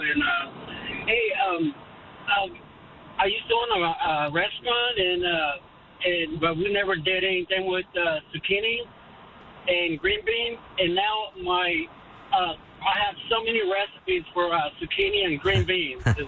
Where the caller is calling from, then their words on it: Buda, Texas, United States; I'm calling from Buda.